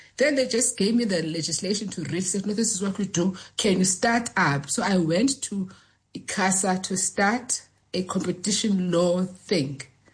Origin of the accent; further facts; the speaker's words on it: Mdantsane, Eastern Cape, South Africa; I was born in a township called Mdanzani there. So I'm born and bred in the Eastern Cape, yes.